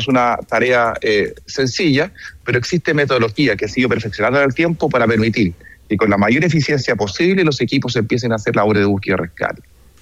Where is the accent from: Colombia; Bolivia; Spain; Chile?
Chile; yo efectivamente soy chileno